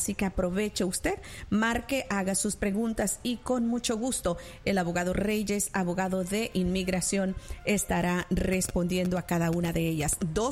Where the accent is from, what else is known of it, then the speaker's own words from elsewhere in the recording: El Salvador; Yo soy de El Salvador y tengo TPS.